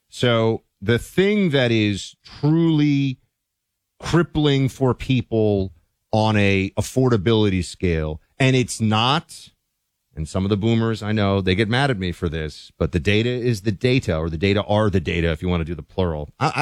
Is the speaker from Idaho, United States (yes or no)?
no; New York, United States; Now, I'm somebody who did move. So I'm from New York.